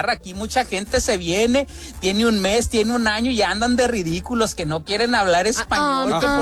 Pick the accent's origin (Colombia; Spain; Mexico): Mexico; como buen mexicano, no me puedo ir a trabajar en la mañana sin haberle puesto su respectiva barridita ya a la cochera